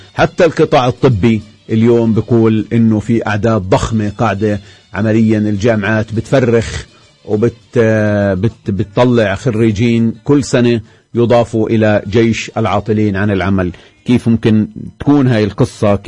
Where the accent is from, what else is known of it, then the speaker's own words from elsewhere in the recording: Palestine; إحنا كفلسطينيين